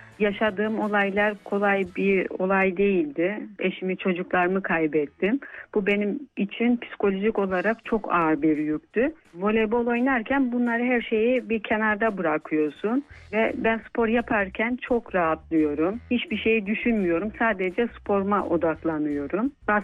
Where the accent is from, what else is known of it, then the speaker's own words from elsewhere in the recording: Trabzon, Turkey; moved away as an adult; also born or lived in Samsun / Kahramanmaraş; 38 yaşındayım. Trabzon'da doğdum, büyüdüm. Üniversite hayatımıza Samsun'da devam ettik ve ondan sonra iş hayatına atıldık. Birçok illerde çalıştım, optisyendim. Evlendikten sonra Kahramanmaraş'a yerleştim. 2011'de evlendim.